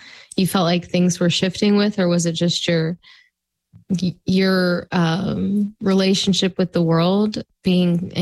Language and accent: English; Atlanta, Georgia, United States; moved away; also born or lived in Roanoke; I'm from Atlanta.